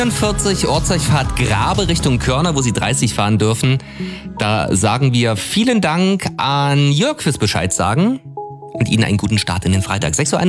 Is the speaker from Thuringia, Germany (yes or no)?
yes; Springstille, Thuringia, Germany; In meiner Heimat gibt es einen nagelneuen Verein in allen möglichen Sportarten, der erste SC Phoenix am Rennsteig aus Springstille.